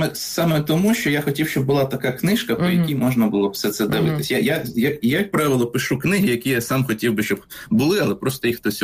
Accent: Kyiv, Ukraine; Я з Києва.

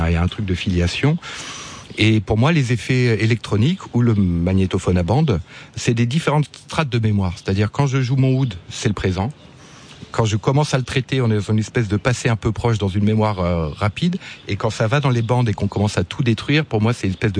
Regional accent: France; moi en tant que Français

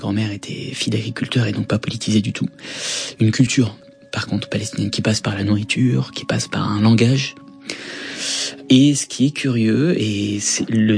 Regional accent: France; born there; Oui, moi je suis né en France.

